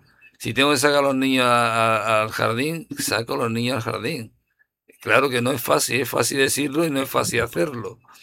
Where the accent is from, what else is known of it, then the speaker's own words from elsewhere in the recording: Ceuta, Spain; los que somos de Ceuta